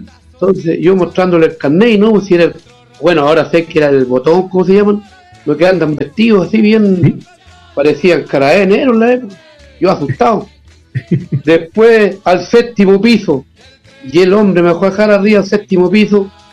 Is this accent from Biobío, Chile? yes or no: yes; Monte Águila, Biobío, Chile; oiga, es que yo soy de Monte Águila, soy del campo y voy a donde Enrique Maluenda.